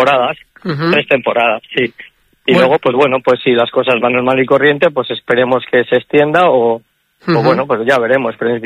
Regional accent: Ermua, Basque Country, Spain; tener y dar oportunidades a todos los niños de mi pueblo, de Ermua, vivir un poco lo que he podido vivir yo durante toda mi etapa de jugador y, bueno, trasladarlo con todo lo que he aprendido fuera

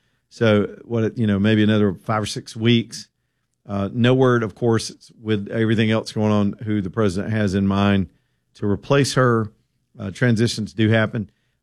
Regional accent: Alabama, United States; The guy heard my accent, wanted to know, you know, hey, you're from Alabama, huh?

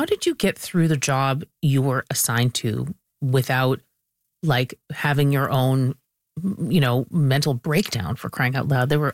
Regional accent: Quebec, Canada; I'm from Quebec

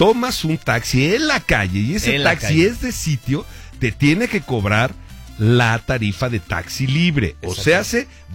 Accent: Mexico; nosotros como mexicanos

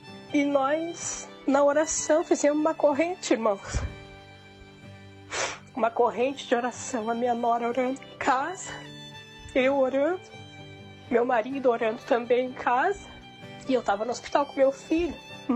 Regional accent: Alvorada, Rio Grande do Sul, Brazil; sou de Alvorada, Rio Grande do Sul.

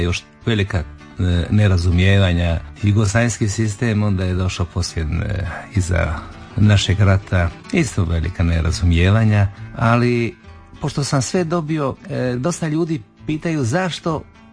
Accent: Croatia; Uspio sam da preplivam kao prvi Hrvat.

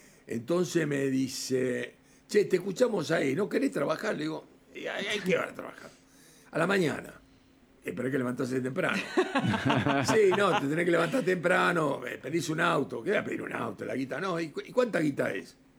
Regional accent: San Telmo, Buenos Aires, Argentina; born there; yo nací en San Telmo.

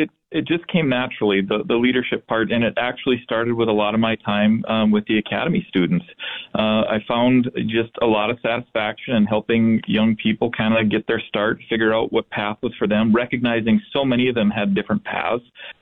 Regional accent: North Dakota, United States; now in Fargo, United States; So definitely consider myself a local, kind of born and raised in North Dakota, just a small town not too far from Fargo

